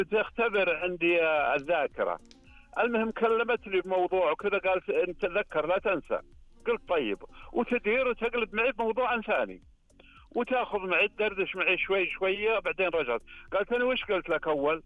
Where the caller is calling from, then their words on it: Medina, Medina Province, Saudi Arabia; انا اكلمك من المدينه